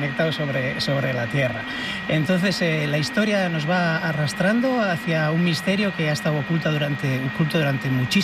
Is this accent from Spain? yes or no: yes; Bilbao, Basque Country, Spain; Pues mira, yo soy de Recalde y entonces yo he estudiado en la Ikastola Urretxindorra y en San Adrián cuando no existía Miribilla y entonces era la mina del Morro y yo sabía que ahí había habido minas.